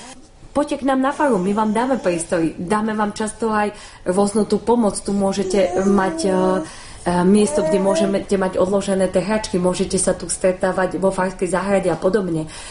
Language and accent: Slovak; Martin, Žilina Region, Slovakia; V tom čase v Martine, ja pochádzam z Martina zo Slovenska, ešte takáto skupina matiek nebola.